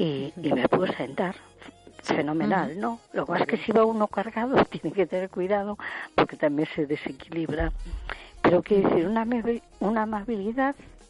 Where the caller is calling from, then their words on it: A Coruña, Galicia, Spain; Hola, soy … de Coruña.